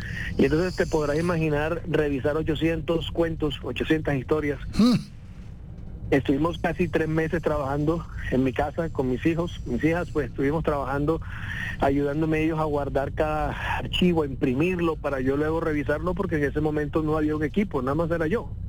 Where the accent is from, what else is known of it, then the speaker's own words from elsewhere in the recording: Cartagena, Bolívar, Colombia; born there; Yo soy colombiano, mi familia es samaria. Yo nací de vacaciones en Cartagena. Nos estábamos de vacaciones y nací ahí.